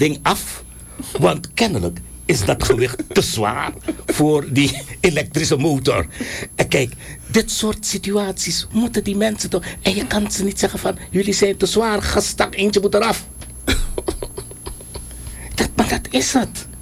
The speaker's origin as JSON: {"language": "Dutch", "country": "Suriname"}